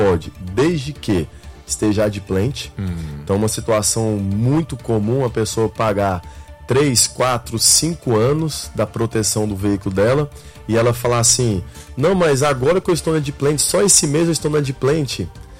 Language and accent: Portuguese; Goiânia, Goiás, Brazil